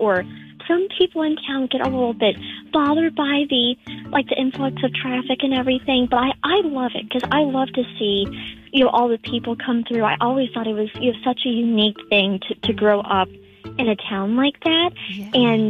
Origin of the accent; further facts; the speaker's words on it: Carlisle, Pennsylvania, United States; moved away as an adult; now in Maryland, United States; I'm from Carlisle, Pennsylvania.